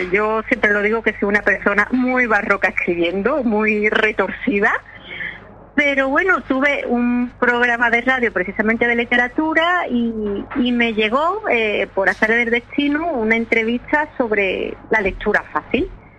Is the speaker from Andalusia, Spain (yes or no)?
yes; Seville, Andalusia, Spain; Bueno, tampoco soy de tan lejos, soy de Sevilla.